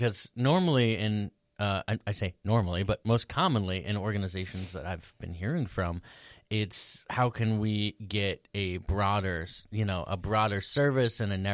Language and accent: English; Kansas, United States; accent: Midwestern drawl; now in Vancouver, United States; I don't know if you can tell by my Midwestern draw, but I am from Kansas.